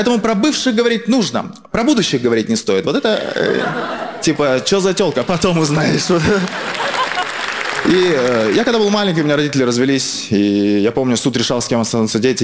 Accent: Kazakhstan; Я из Казахстана

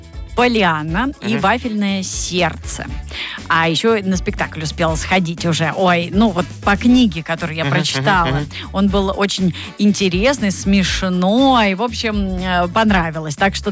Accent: Zelenograd, Moscow, Russia; я из Зеленограда.

